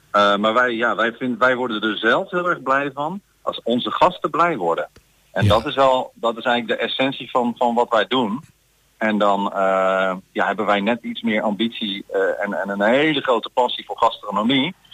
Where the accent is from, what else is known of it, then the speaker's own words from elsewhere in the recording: Utrecht, Netherlands; now in Apeldoorn, Netherlands; Dat hoop ik wel. Ik kom hier natuurlijk niet vandaan.